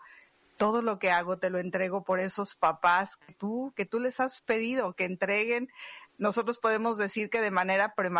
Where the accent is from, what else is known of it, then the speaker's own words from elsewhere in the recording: Mexico; yo que soy mexicana